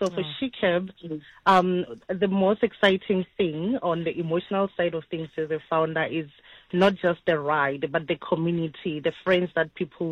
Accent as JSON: {"language": "English", "region": "Limpopo", "country": "South Africa", "tie": "born there", "moved": "as an adult", "lives_now": "Cape Town, South Africa", "said": "I was born in Limpopo, and I moved to Stellenbosch as a student at Stellenbosch University about 11 years ago."}